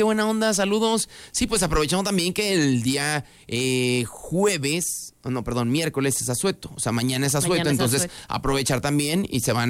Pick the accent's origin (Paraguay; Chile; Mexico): Mexico; Soy bien mexicano